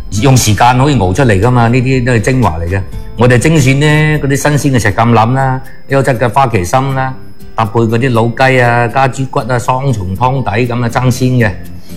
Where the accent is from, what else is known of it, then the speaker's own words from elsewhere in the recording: Guangdong, China; 我哋廣東人